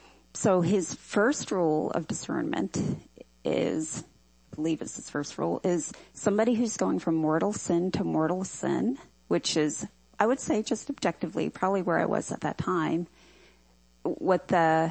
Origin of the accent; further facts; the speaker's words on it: Long Island, New York, United States; growing up on Long Island